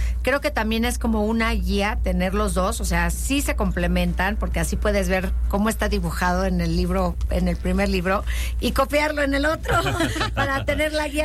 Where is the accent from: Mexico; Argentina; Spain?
Mexico